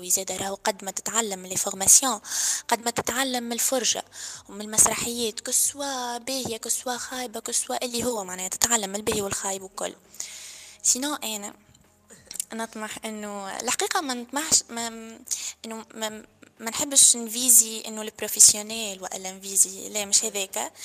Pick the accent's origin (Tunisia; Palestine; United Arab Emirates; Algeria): Tunisia; خاطرنا في تونس